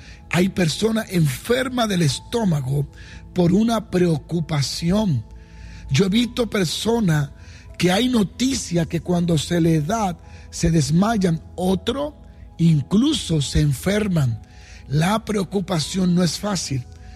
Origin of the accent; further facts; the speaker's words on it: Dominican Republic; moved away; porque vengo de República Dominicana